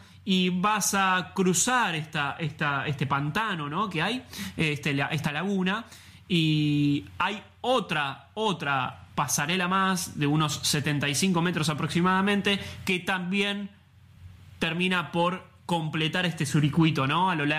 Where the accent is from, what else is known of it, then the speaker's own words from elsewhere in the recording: Argentina; nuestra Argentina querida, acá, la tierra del fin del mundo.